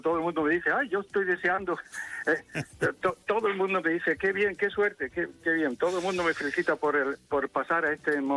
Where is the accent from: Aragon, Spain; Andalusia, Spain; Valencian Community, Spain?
Andalusia, Spain; Motril; Yo soy de Motril y vivo y veraneo aquí en la zona de la costa